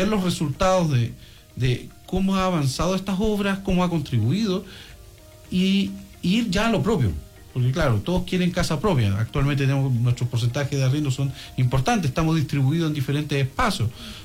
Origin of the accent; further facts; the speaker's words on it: Coyhaique, Aysén, Chile; aquellos que somos de Coyhaique